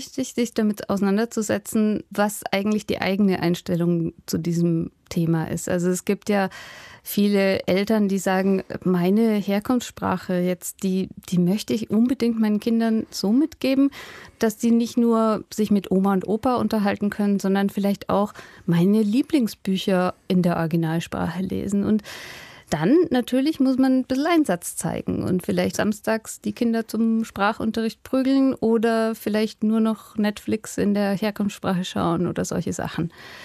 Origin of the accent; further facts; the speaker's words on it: Hof, Bavaria, Germany; accent: Franconian; moved away as an adult; ich bin auch zweisprachig aufgewachsen. Also bei uns in Hof oder in Reau, da spricht man Fränkisch. Und als ich dann nach Berlin gegangen bin zum Studium